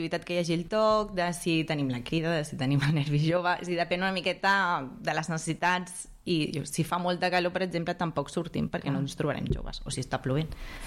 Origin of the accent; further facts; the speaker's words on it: Catalonia, Spain; però clar, jo vinc del Baix Llobregat, i és bastant diferent que aquí.